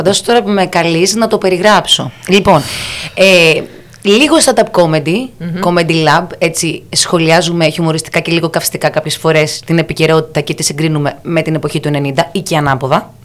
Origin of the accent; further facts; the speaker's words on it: Heraklion, Crete, Greece; moved away as an adult; also born or lived in Athens; ήμουν στην Αθήνα 7 χρόνια και επέλεξα να επιστρέψω να κάνω πολιτισμό στον τόπο μου.